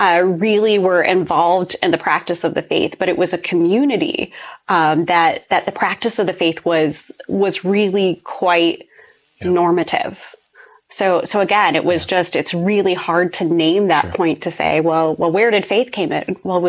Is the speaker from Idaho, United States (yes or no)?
no; Ohio, United States; born or raised there